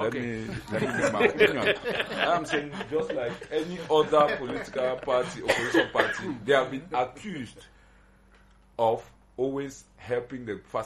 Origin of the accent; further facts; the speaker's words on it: Northwest Region, Cameroon; I'm from Tuba Subdivision.